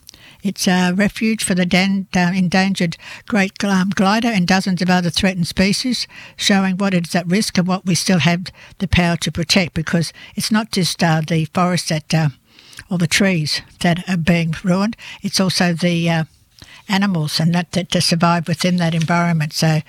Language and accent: English; Nambour, Queensland, Australia; Yeah, Umundi, just up the road from where I grew up in Nambour.